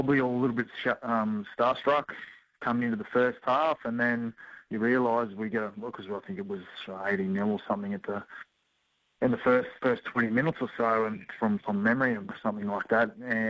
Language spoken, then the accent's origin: English; Herbert, Queensland, Australia; Like, I come from Herbert, and it's a small community, and we'd have 20 or 30 people at our place every year.